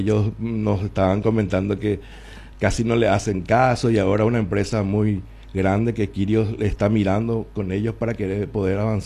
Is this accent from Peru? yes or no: no; Coronel Oviedo, Caaguazú, Paraguay; Sí, yo soy de Coronel Oviedo.